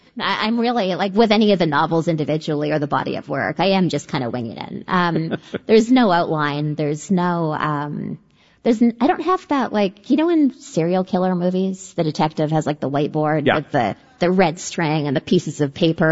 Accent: Denman Island, British Columbia, Canada; born or raised there

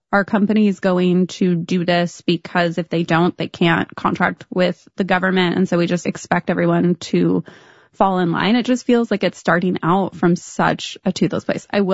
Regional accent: California, United States; I'm from California and it's just very close to me.

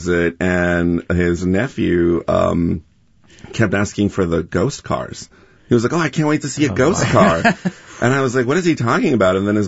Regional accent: Albany, California, United States; I grew up in Albany, and every, like, white friend's mom had them in his backyard.

